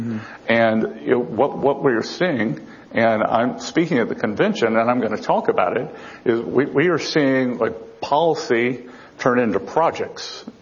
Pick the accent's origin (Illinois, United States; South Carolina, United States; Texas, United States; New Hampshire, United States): South Carolina, United States; Charleston; born or raised there